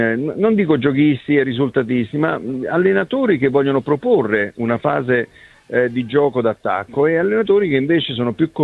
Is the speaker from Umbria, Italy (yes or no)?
no; Naples, Campania, Italy; se appena scrivo qualche cosa sul Napoli, io napoletano, mi arrivano sempre le critiche.